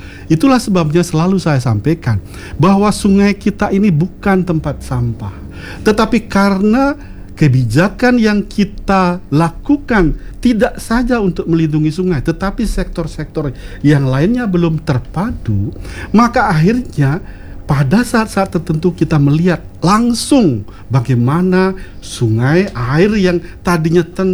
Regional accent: Bali, Indonesia; Kita masyarakat Bali

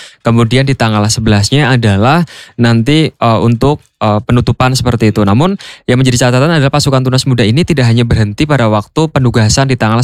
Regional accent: Banyumas, Central Java, Indonesia; born there; Iya, kita diberikan anugerah lahir di Banyumas

